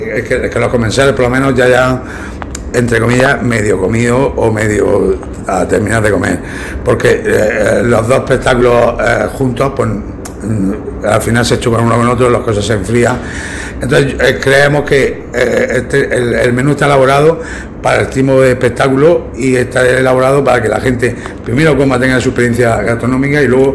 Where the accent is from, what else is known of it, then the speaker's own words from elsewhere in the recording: La Unión, Region of Murcia, Spain; yo soy de La Unión y lo llevo en la sangre, el flamenco.